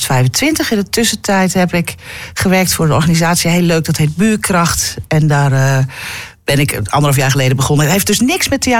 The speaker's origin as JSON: {"language": "Dutch", "region": "Groningen", "country": "Netherlands", "tie": "born or raised there", "also_born_or_lived": "Emmen", "said": "ik ben geboren in Emmen. Even heel kort door de bocht, vanaf mijn vijfde terug naar Groningen."}